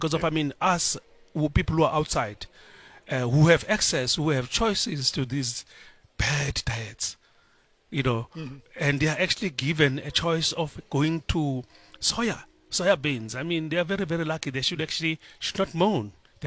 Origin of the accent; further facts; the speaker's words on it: Eastern Cape, South Africa; I grew up in the Eastern Cape also myself in the rural. I've never knew this thing was a profession.